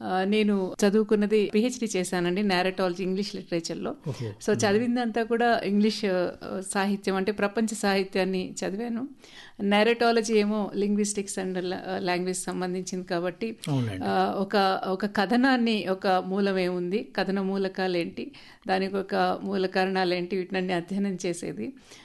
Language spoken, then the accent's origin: Telugu; Mahbubnagar district, Telangana, India; also born or lived in Hyderabad; now in Nellore, India; నేను మహబూబ్నగర్ జిల్లా, అంటే ఉమ్మడి ఆంధ్రప్రదేశ్ రాష్ట్రంలో నడిగడ్డ అనే ప్రాంతానికి చెందినదనండి. మా ఊరు ఎలాంటిదంటే తుంగభద్ర నది ఒడ్డున ఉంటుంది, అటువైపు తెలంగాణ, ఇటువైపు రాయలసీమ. మా ఊరు నుంచి వెళ్ళే ఒకే ఒక రోడ్డు కర్ణాటకలోకి వెళ్తుంది. కాబట్టి మేము నేర్చుకున్న తెలుగు, లేదా మేము పెరిగిన వాతావరణం అంతా కూడా పల్లెటూరు